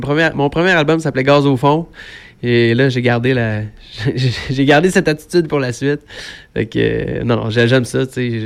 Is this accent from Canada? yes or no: yes; Quebec, Canada; Au Québec, on a le country heart à la bonne place.